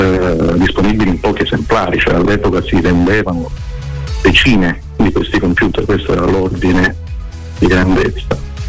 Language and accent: Italian; Calabria, Italy; now in Tuscany, Italy; Io non sono toscano, sono calabrese, sono toscano di adozione